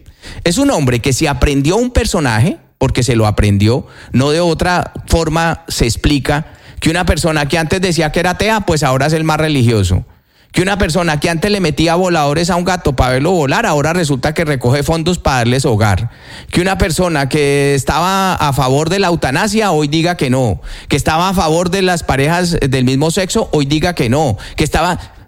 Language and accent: Spanish; Colombia; moved away; no vivo en Colombia. Yo aquí tengo mi vida hecha.